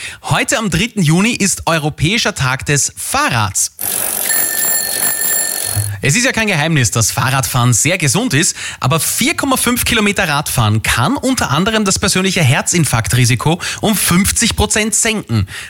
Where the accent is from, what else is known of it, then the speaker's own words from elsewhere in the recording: Austria; Bei uns in Österreich sind es knapp 1 Million Leute, die täglich mit dem Drahtesel unterwegs sind.